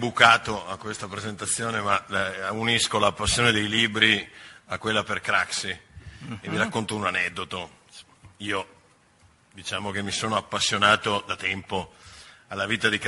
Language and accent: Italian; Calalzo di Cadore, Veneto, Italy; a 10 chilometri da casa mia, io sono di Calazzo di Cadore